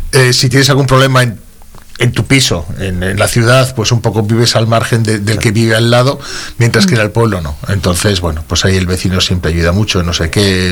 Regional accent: Brañosero, Castile and León, Spain; a mi pueblo, a las Brañas, que tiene espacio más que de sobra.

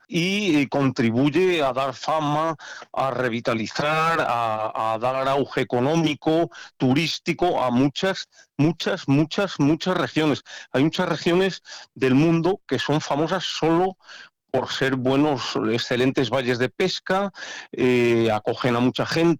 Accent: Castile, Spain; Hoy día, tú y yo que somos castellanos, para que se adiestre un niño castellano en la pesca de truchas, es complicado

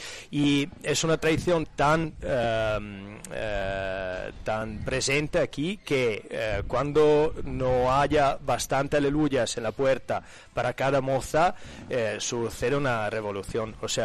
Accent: Italy; Spanish is a second language; now in Spain; Además, yo siendo italiano no hablo tan bien español y entonces me costaba un poco, pero bueno, la gente aquí es súper acogedora

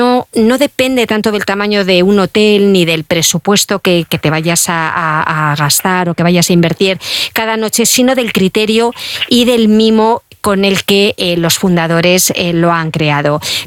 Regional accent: La Rioja, Spain; antigua casa señorial vinculada al comercio de lanas, por cierto con la Sierra de Cameros.

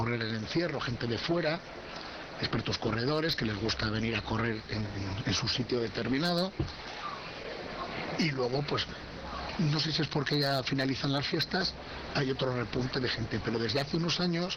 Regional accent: Cuéllar, Castile and León, Spain; a la gente de Cuéllar nos gusta mucho el lunes.

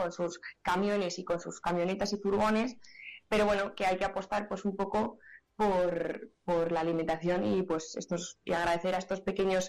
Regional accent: Fuente-Armejil, Castile and León, Spain; pues pasa en muchos pueblos de Soria, por ejemplo. Sin ir más lejos, mi pueblo es Fuente-Armejil. Nos tenemos que desplazar prácticamente 20 kilómetros hasta la tienda más cercana de alimentación.

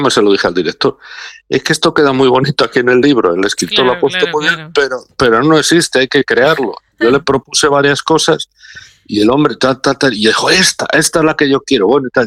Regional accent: Peñaranda de Bracamonte, Castile and León, Spain; born there; now in Zamora, Spain; Porque cuando Zamorano soy de adopción y obviamente, como digo, ciudadano del mundo. Pero yo nací en Peñaranda de Bracamonte.

